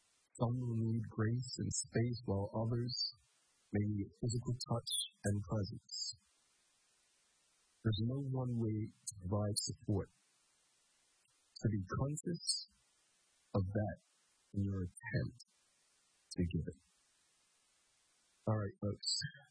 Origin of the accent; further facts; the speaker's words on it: Bermuda; growing up in Bermuda for me was about community and looking out for one another beyond just family and friends.